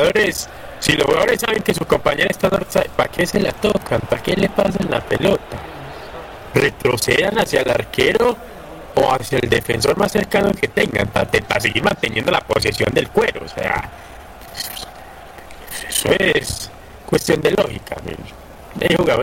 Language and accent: Spanish; Colombia